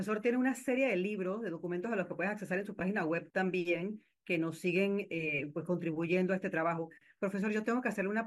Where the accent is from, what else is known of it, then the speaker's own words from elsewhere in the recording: Chiriquí, Panama; yo que soy de Doleíta en Chiriquí, la provincia de Chiriquí